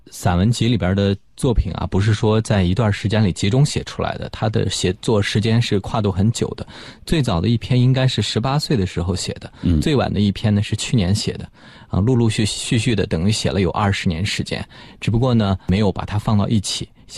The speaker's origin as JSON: {"language": "Chinese", "region": "Xinjiang", "country": "China", "accent": "Xinjiang accent", "said": "我们都是新疆人"}